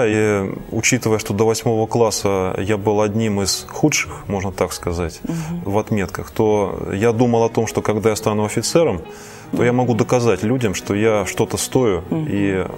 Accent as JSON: {"language": "Russian", "town": "Volgograd", "region": "Volgograd Oblast", "country": "Russia", "tie": "born or raised there", "moved": "as an adult", "said": "Я сам родом из Волгограда, прожил там до 17 лет."}